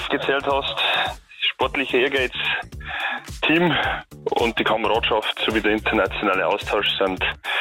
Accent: Philippsreuth, Bavaria, Germany; Wir sind ja keine Franken, wir kommen aus Bayern

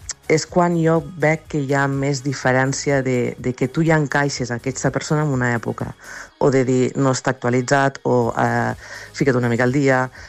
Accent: Mollerussa, Catalonia, Spain

